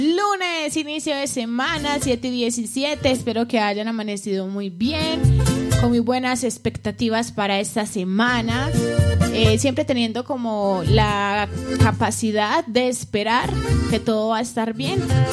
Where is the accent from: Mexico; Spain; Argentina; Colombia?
Colombia; de nuestro corazón como colombiana